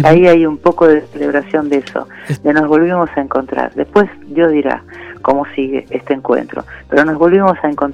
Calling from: Buenos Aires, Argentina; Yo soy de Parque Patricio

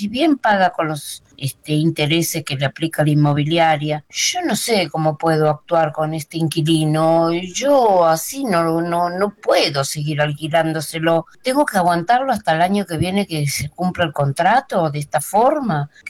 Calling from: Buenos Aires, Argentina; de Villa Crespo.

